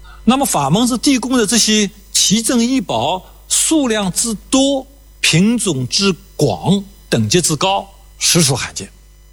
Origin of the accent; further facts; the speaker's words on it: China; 我们中国人